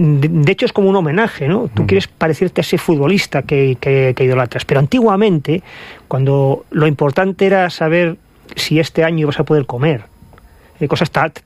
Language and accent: Spanish; Asturias, Spain; En el noroeste es bastante importante, y ya sabes que yo soy asturiano